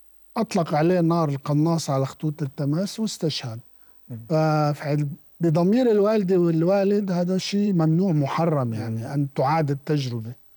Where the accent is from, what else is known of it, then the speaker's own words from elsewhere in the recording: Beirut, Beirut Governorate, Lebanon; also born or lived in Kuwait; انتقلنا من الكويت ببداية طفولتي يعني لحد 6-7 سنين، وثم عاد من الكويت وسكن في بيروت. يعني نحن لم نسكن بصورة مستمرة في جنوب لبنان.